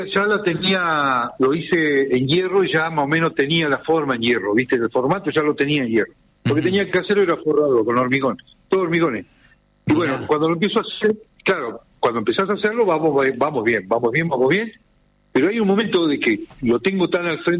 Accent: Neuquén, Argentina; also born or lived in El Maitén, Chubut; Soy, como les conté, soy nacido en el Maitén, Chubut, provincia de Chubut, a ferroviario. Lo mandan trasladado acá a Neuquén, y yo ya sabía leer

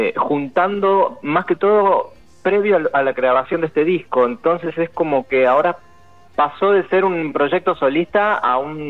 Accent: Buenos Aires, Argentina; De Capital, somos de Capital Federal.

